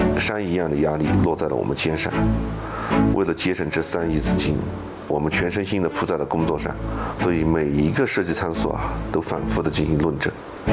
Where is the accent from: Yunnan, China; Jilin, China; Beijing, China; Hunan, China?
Yunnan, China; Dayao County; 我的回忆离不开大山，我的家乡在楚雄州大姚县。